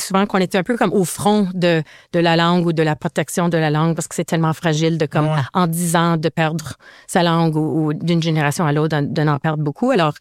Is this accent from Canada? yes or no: yes; Manitoba, Canada; chez nous au Manitoba.